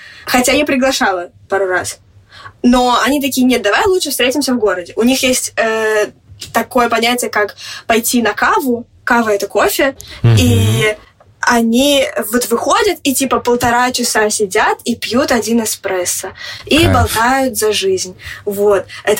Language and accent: Russian; Moscow, Russia; moved away; девочка из Москвы